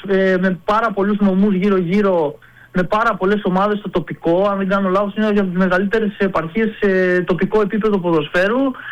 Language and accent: Greek; Larissa, Thessaly, Greece; Αλλά εντάξει, για μας τώρα είμαι Λαρισαίος, μεγάλωσα εκεί.